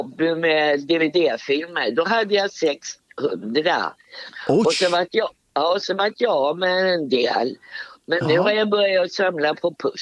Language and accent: Swedish; Stockholm, Stockholm County, Sweden; now in Norrköping, Sweden; Nej, jag är från Stockholm. Men låter några ord är från Stockholm, men inte mycket säger de.